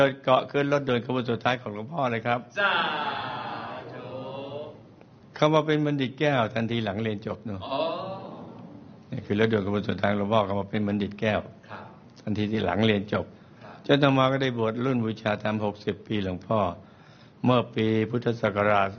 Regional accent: Thailand; ผมจึงได้รับภารกิจให้กลับบ้านเกิดไปจัดงานบวชที่จังหวัดอุตรดิตถ์

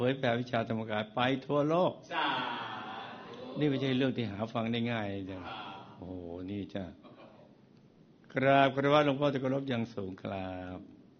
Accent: Bangkok, Thailand; also born or lived in Betong; ผมเกิดที่เบตงจังหวัดยะลานี่มาต่อที่กรุงเทพผมเป็นพี่น้อง5คนหญิง3ชาย2ครับ

